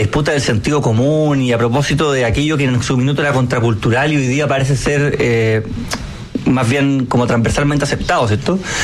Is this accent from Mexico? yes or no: no; Chile; Eran cosas que como chilenos nos eran ajenas.